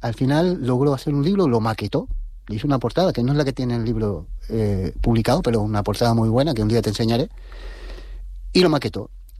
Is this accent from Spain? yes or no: yes; La Orotava, Canary Islands, Spain; born or raised there